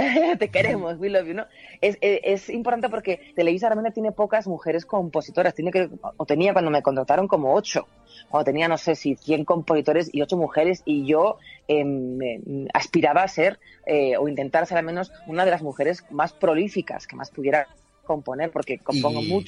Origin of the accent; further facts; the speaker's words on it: Spain; yo soy la güerita española, pero sin embargo, aunque tenga mis palabritas de acá